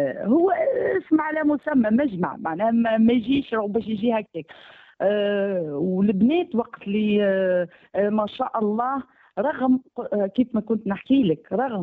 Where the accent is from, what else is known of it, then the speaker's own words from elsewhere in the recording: Tunisia; لانها الكل ضمن تونس، احنا الكل بنات تونس ونسعى الكل لرفع راي تونس